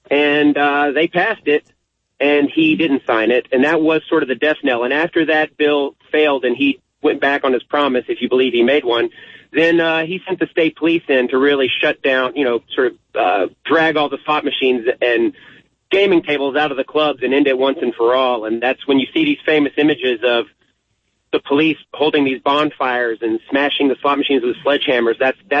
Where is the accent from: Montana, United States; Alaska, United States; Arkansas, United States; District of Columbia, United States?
Arkansas, United States; Hot Springs; when I was growing up in Hot Springs, you know, around the 1970s, early 80s